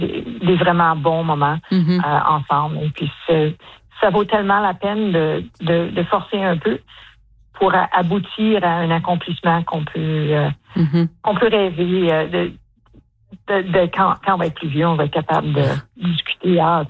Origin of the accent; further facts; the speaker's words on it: Ottawa, Ontario, Canada; moved away as an adult; now in Vancouver Island, Canada; On a grandi à Ottawa, mais on a passé toute notre vie adulte ici sur l'île de Vancouver.